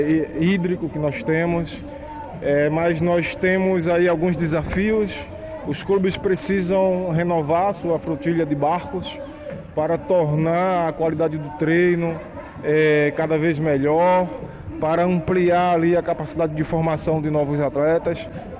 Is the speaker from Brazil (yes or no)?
yes; Rio Grande do Norte, Brazil; o Campeonato Norte-Nordeste que vai ser na minha cidade natal, Rio Grande do Norte.